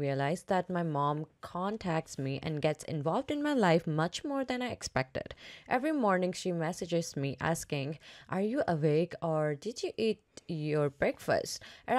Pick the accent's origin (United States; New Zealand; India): India; I'm Indian.